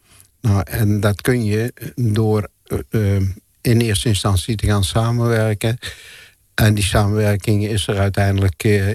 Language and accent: Dutch; Baarschot, North Brabant, Netherlands; ik ben geboren en getogen in Baarschot.